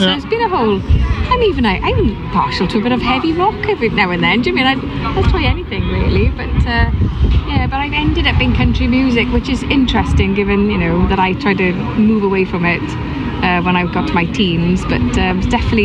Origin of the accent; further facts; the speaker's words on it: Wales, United Kingdom; it was about my family and growing up in South Wales.